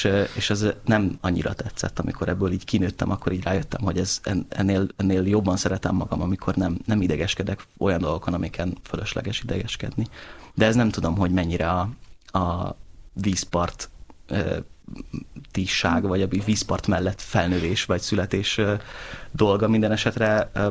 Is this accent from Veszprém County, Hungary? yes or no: no; Siófok, Somogy, Hungary; Pedig hát siófoki vagyok összességében. Sziklak felsőn nőttem föl, az volt, ott töltöttem az első 14 évem egy gyerekként, de Siófokra jártam általános iskolába